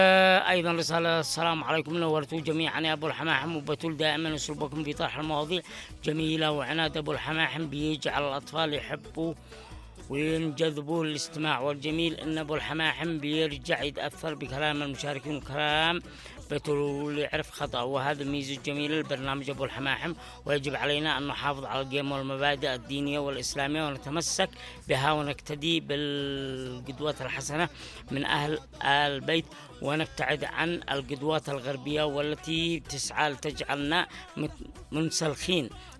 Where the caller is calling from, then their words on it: Tihama, Yemen; إحنا بنات تهامة لا نلبس سيء مثل ما يلبسين، نحمد الله عنا بنات عارفين القرآن الكريم ونتبع فاطمة الزهراء عليها السلام، … من تهامة، تهامة العباء،